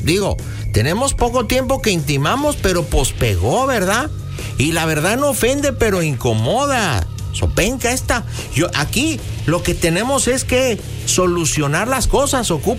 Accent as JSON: {"language": "Spanish", "town": "León", "region": "Guanajuato", "country": "Mexico", "said": "Porque pues yo soy de los de León, pero pues soy güerillo y ojo claro"}